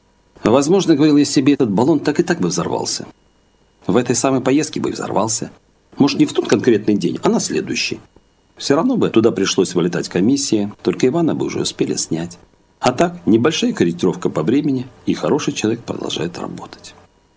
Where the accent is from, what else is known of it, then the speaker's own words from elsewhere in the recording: Belarus; moved away; Узнав, что я из Беларуси